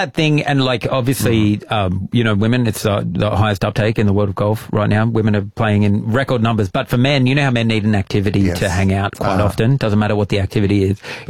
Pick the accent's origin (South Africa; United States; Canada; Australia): Australia; Nowra, New South Wales; I remember as a 14-year-old, I grew up in Nowra. I used to play golf.